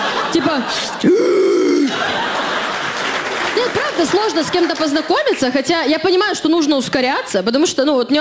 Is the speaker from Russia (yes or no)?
yes; Khabarovsk, Khabarovsk Krai, Russia; Ну, потому что я из Хабаровска, у меня там уже был вот этот чувак